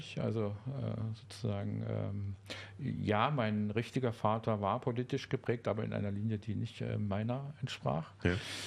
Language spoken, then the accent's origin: German; Germany; now in Berlin, Germany; Ich bin in der DDR groß geworden